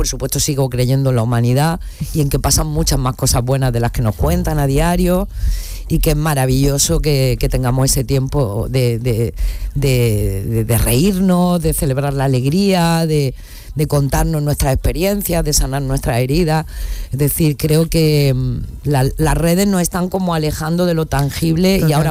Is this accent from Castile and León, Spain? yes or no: no; La Zubia, Andalusia, Spain; born or raised there